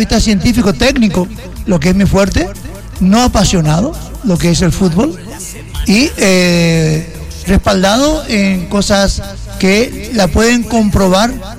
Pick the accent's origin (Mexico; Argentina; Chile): Argentina; now in Paraguay; Tata Martino también es mi paisano.